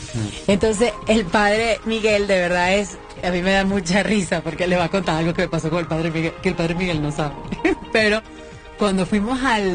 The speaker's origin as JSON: {"language": "Spanish", "country": "Venezuela", "said": "Bueno, eso se lo digo yo porque soy venezolana, ¿verdad?"}